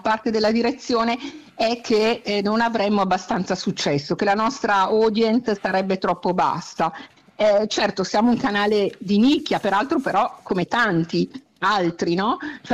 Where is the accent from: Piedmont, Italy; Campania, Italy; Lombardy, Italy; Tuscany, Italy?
Lombardy, Italy; Milan; moved away as an adult; now in Cologne, Germany; io ho vissuto in Italia fino alla maturità, sono di Milano e poi mi sono trasferita a Colonia